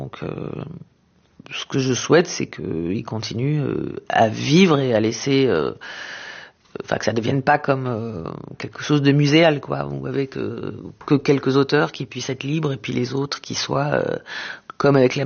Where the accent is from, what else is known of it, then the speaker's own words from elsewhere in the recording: Israel; Quand j'étais petite en Israël, on écoutait beaucoup